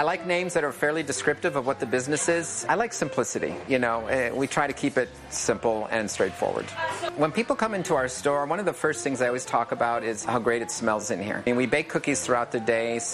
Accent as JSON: {"language": "English", "town": "Rochester", "region": "New York", "country": "United States", "tie": "born or raised there", "said": "I'm from Rochester, New York. Grew up there."}